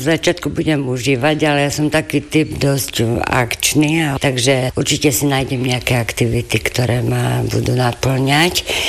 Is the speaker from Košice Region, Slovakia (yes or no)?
no; Prešov, Prešov Region, Slovakia; now in Vyšný Žipov, Slovakia; Ja som Prešovčanka.